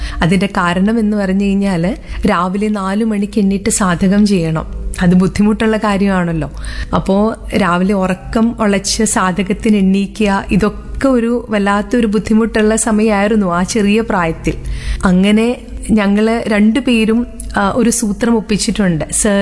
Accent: Mavelikkara, Kerala, India; now in Aluva, India; എൻ്റെ നാട്, ഞാൻ ജനിച്ചു വളർന്ന സ്ഥലം എന്ന് പറയുന്നത് മാവേലിക്കരയാണ്. ആലപ്പുഴ ജില്ലയിലെ മാവേലിക്കര എന്ന് പറയുന്ന സ്ഥലത്താണ് ഞാൻ ജനിച്ചു വളർന്നത്.

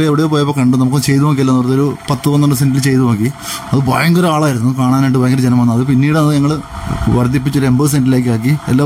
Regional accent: Kandanad, Kerala, India; ജനിച്ചു വന്നത് ഇവിടെ തന്നെയാണ്, കണ്ടനാടാണ്. ഉദയംപുരി പഞ്ചായത്തിൽ കണ്ടനാടാണ് ജനിച്ചു വളർന്നത്.

